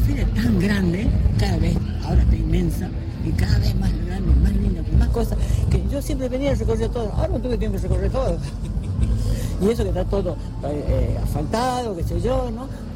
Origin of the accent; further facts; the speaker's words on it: San Salvador de Jujuy, Jujuy, Argentina; de San Salvador de Jujuy.